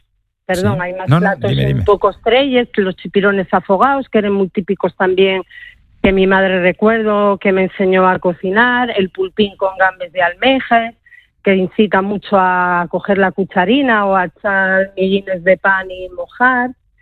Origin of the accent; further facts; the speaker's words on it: Gijón, Asturias, Spain; now in Toledo, Spain; yo ya cuando soy la pequeña de los tres, y yo nací en La Calzada, viví dos años en la Calzada, no tengo muchos recuerdos